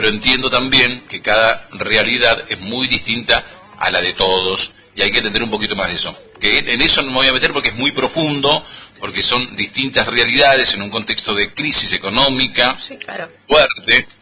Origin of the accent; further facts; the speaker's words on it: Rama Caída, Mendoza, Argentina; de Rama Caída y eso que voy una vez al mes al centro, me vengo toda enrabiada, enojada se viene.